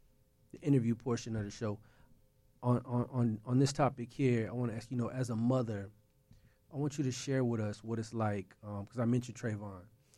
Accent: Sanford, Florida, United States; I was raised in Sanford, Florida.

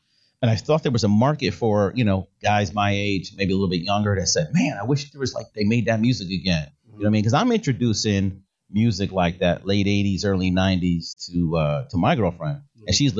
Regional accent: New York, United States; growing up back then, growing up in New York, you know, different things that I experienced. And things that I'm experiencing now as an older man

